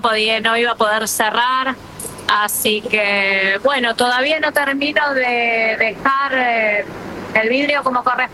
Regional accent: San Justo, Buenos Aires Province, Argentina; O sea, yo soy de San Justo toda la vida y San Justo está muy feo, San Justo está muy inseguro

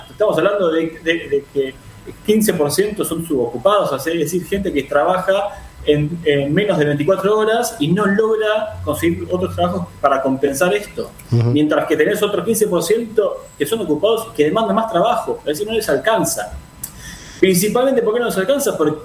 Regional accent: Morón, Buenos Aires Province, Argentina; todos estos indicadores que te menciono son cuestiones que afectan a tanto Gran Buenos Aires, que somos nosotros específicamente de Morón

